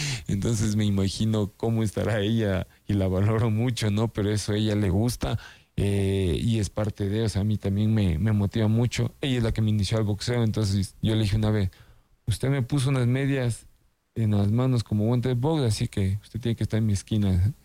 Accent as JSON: {"language": "Spanish", "country": "Ecuador", "said": "y que no, soy ecuatoriano, y algo bonito"}